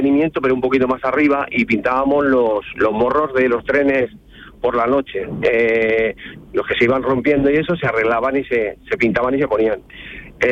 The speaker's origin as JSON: {"language": "Spanish", "town": "Madrid", "region": "Community of Madrid", "country": "Spain", "lives_now": "Alhaurín el Grande, Spain", "said": "Vengo de Madrid y esto es igual o parecido, ya no hay gran diferencia, la verdad."}